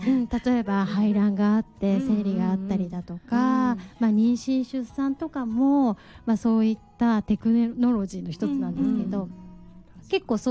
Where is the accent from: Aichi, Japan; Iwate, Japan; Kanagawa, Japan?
Aichi, Japan; あれ西山東山私愛知県出身